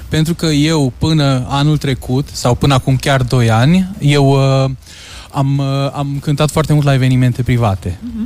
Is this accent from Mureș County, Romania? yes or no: yes; Mureș County, Romania; accent: Transylvanian; Eu sunt din Mureș, da. Da, de acolo vin.